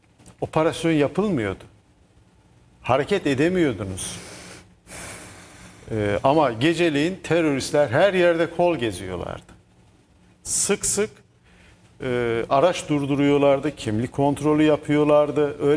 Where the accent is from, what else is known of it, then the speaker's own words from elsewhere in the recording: Sivas, Turkey; moved away; Gaziantep'ten de memleketim Sivas'a geçeceğim. İlçeme.